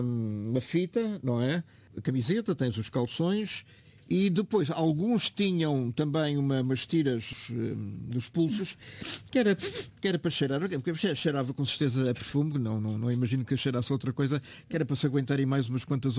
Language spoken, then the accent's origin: Portuguese; Portugal; eu sou de Portugal.